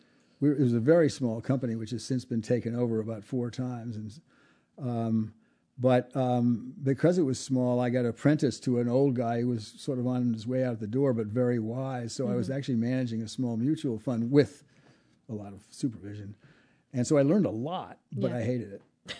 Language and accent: English; East Hampton, New York, United States; So one of the reasons I say I was brought up in East Hampton is that was our legal residence.